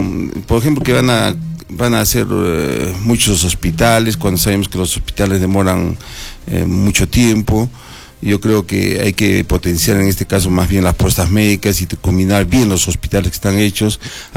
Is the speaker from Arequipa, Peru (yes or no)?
yes; Cerro Colorado, Arequipa, Peru; Yo soy un arequipeño nato, he nacido aquí en Cerro Colorado, amo Arequipa